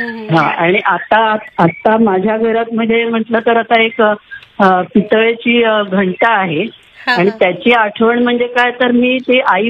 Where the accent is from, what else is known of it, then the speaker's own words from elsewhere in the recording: Thane, Maharashtra, India; born there; moved away as an adult; now in Kharghar, India; माझं माहेर आई माहेरी म्हणजे ठाण्याला